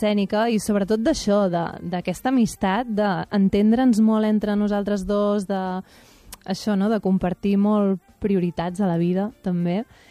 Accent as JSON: {"language": "Catalan", "town": "Castelló d'Empúries", "region": "Catalonia", "country": "Spain", "tie": "born or raised there", "also_born_or_lived": "Roses"}